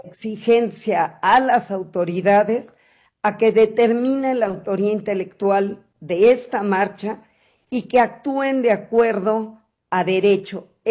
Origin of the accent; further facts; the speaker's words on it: Mexico; y que se pagan impuestos, y que somos mexicanos, no somos otra cosa